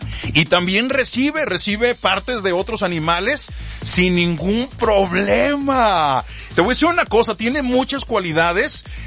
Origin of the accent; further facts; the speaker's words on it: Mexico; born there; gracias por haber nacido en este hermoso México lindo y querido